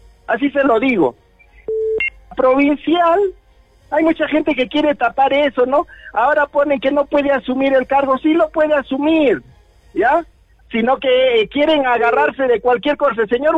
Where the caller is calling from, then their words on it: Arequipa, Peru; Yo que soy de Bustamante y Rivero